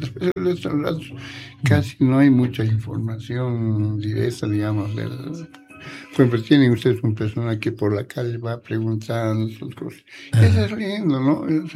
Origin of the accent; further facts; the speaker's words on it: Oruro, Bolivia; now in La Paz, Bolivia; Yo soy de Oruro, pero vivo aquí en La Paz.